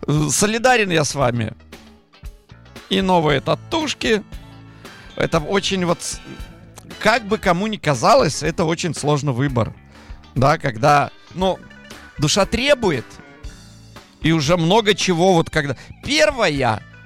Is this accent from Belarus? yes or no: yes; Gomel, Gomel Region, Belarus; Даже достопримечательность моего родного города Гомеля, дворцово-парковый ансамбль, который занесен в ЮНЕСКО, тоже имеется.